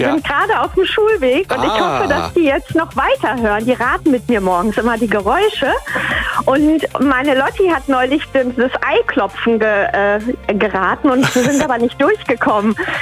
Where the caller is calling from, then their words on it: Wiesbaden, Hesse, Germany; Ich komme aus Mainz-Kastell.